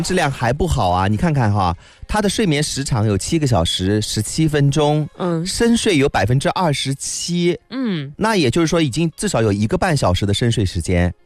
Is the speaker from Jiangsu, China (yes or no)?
yes; Changzhou, Jiangsu, China; accent: Changzhou dialect; 变成我们常州话叫憋当